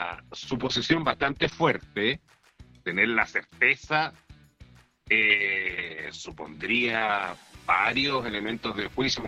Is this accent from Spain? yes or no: no; Chile; Nosotros somos vecinos de Argentina, tenemos una tradición de conflictos que incluso casi derivaron en una guerra